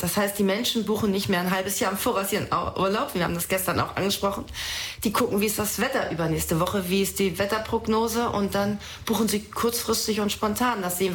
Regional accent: Schleswig-Holstein, Germany; Also ich bin Holsteiner Dern, das müssen Sie mir nachsehen. Mit dem Friesisch bin ich nicht versiert.

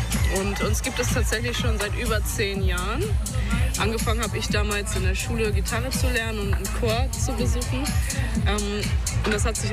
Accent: Kiel, Schleswig-Holstein, Germany; Wir kommen aus Kiel eigentlich

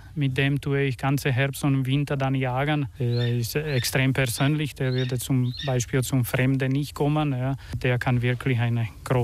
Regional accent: Slovakia; now in Austria; Genau, ich habe mit 14 Jahren angefangen mit den Greifvogelarbeiten. Bei uns in der Slowakei

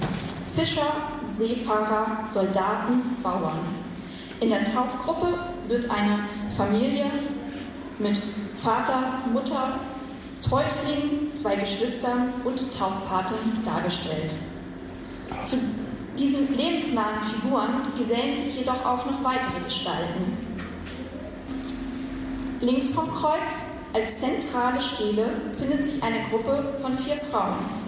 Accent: Kiel, Schleswig-Holstein, Germany; ich bin Kunsthistorikerin, ich komme aus Kiel

